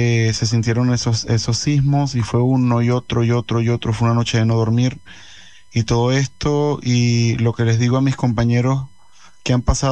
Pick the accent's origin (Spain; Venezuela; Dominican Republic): Venezuela